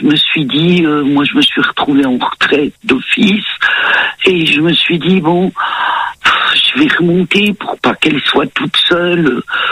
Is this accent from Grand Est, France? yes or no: yes; Grand Est, France; moved away as an adult; also born or lived in Nancy, Meurthe-et-Moselle; now in Vosges, France; ça va faire 2 ans que j'ai déménagé et je suis revenue dans ma région natale